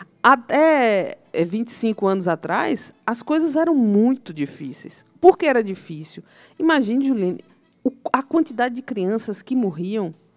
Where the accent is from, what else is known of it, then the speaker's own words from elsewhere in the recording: Juazeiro, Bahia, Brazil; moved away; eu sou de Juazeiro, entendeu? Juazeiro é sertão.